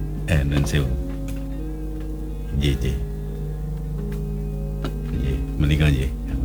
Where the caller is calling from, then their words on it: Jetis, Special Region of Yogyakarta, Indonesia; Salajengipun … saking Jetis Bantul.